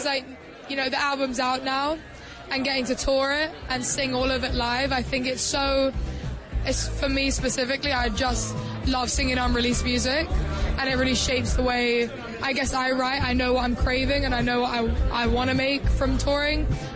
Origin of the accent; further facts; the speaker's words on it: England, United Kingdom; as an English person.